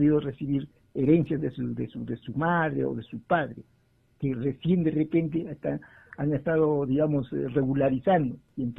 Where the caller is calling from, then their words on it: Juliaca, Puno, Peru; de acá de Juliaca.